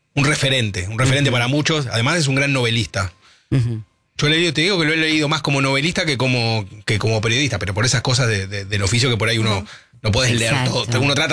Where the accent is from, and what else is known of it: Argentina